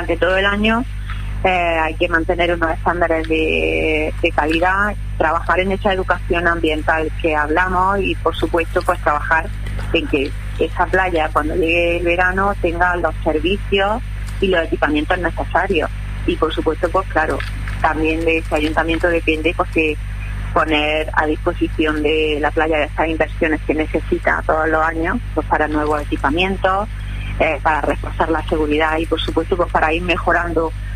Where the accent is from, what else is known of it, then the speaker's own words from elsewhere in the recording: Andalusia, Spain; el pabellón bien alto, como buenos andaluces que somos.